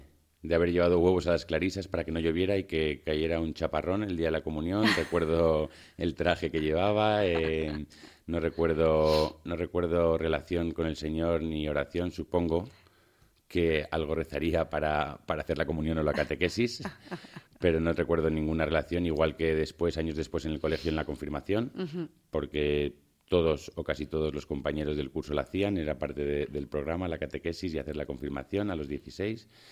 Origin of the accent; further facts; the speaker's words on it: Madrid, Community of Madrid, Spain; born there; Porque yo nací en Madrid, aunque mi familia viene del norte, de Bilbao, y las raíces de mi madre también son del norte. Siempre hemos tenido la familia, la base en Madrid.